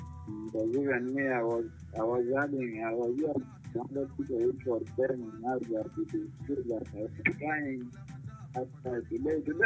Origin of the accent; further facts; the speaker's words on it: Arua, Northern Region, Uganda; now in Gulu, Uganda; I'm from Arua.